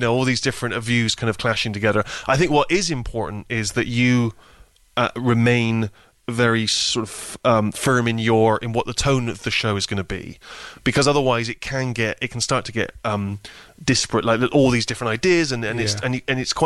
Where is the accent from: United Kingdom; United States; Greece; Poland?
United Kingdom; Bristol, South West England; moved away; when I was growing up in Bristol